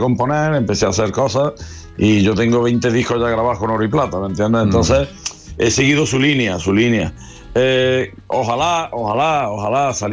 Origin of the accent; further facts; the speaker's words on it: Córdoba, Andalusia, Spain; Yo sí me considero profeta en mi tierra. Yo a Córdoba le agradezco todo lo que soy.